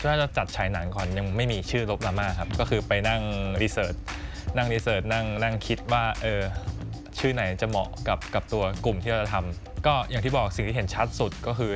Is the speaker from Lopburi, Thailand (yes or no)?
yes; Lopburi, Thailand; moved away as an adult; also born or lived in Bangkok; คุณอยู่ที่นี่โตที่นี่เกิดที่ลพบุรีทั้งชีวิต